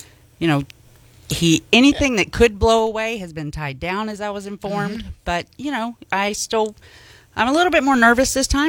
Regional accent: Florida, United States; and a lot of folks like to vacation in my hometown. Y'all discovered the best-kept secret, I hear. Y'all found our beaches.

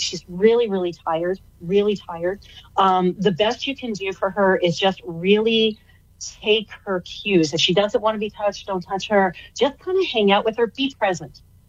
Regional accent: Canada; I'm Canadian, ladies. I'll still say that.

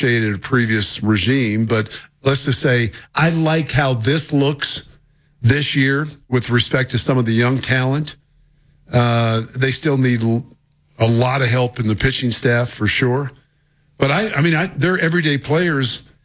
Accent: Denver, Colorado, United States; I don't ever remember growing up as a kid having a lot of 100-degree days in Denver.

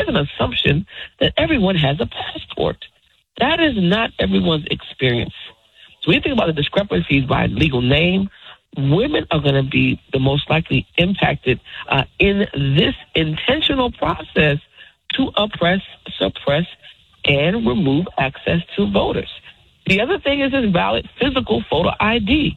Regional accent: New Jersey, United States; born there; I grew up in, I was born in New Jersey. I live in another state

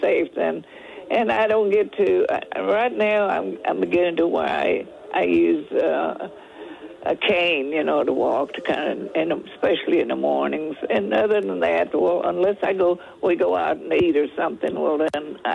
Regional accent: Freiburg, Texas, United States; born there; I was born out in Freiburg, Texas. That's out in the country.

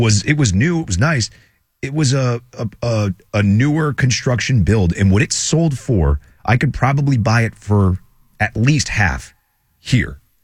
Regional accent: New England, United States; now in Midwest, United States; I'm from New England.

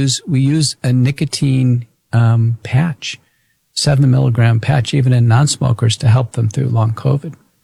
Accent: Texas, United States; I grew up in Texas, so, you know, there were kids were dip snuffing.

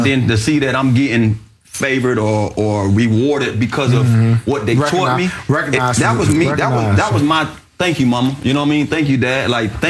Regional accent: Miami, Florida, United States; I'm from Miami

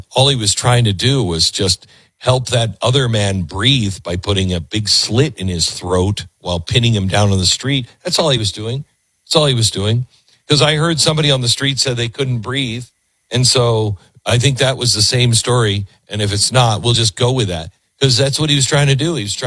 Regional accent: United States; God, I'm glad I am American.

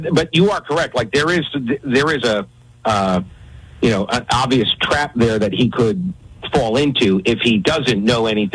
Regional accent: New York, United States; moved away; I grew up a Dallas Cowboys fan, which is weird because I was from New York.

